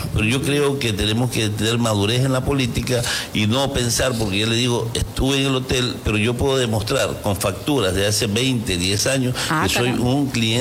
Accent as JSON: {"language": "Spanish", "town": "Chone", "region": "Manabí", "country": "Ecuador", "also_born_or_lived": "Portoviejo", "said": "yo soy de Chone, trabajé en Puerto Viejo 6 años"}